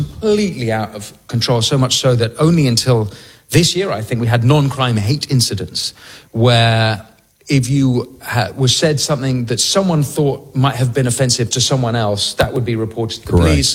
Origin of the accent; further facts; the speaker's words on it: England, United Kingdom; this is an embarrassment about being English, that will be overcome, because actually that's a relatively new concept, and actually we're a proud ancient people.